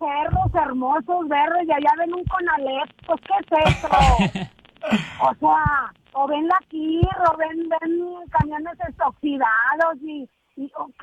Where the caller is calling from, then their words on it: Nuevo León, Mexico; ya me va a dar vergüenza decir que soy de Nuevo León